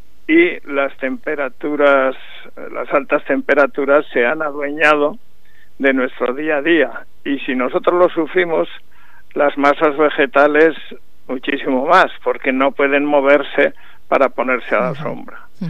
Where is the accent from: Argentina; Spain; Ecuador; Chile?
Spain; Aragon; Sorprendía lo verde que estaba hasta mi tierra de Monegros, ¿no?